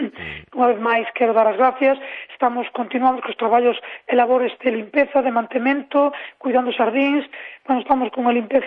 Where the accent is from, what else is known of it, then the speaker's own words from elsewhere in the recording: Calo, Galicia, Spain; now in Vimianzo, Spain; son de Calo, nací en Calo, criei-me en Calo, pero levo moitos anos xa dormindo e vivindo en Vimianzo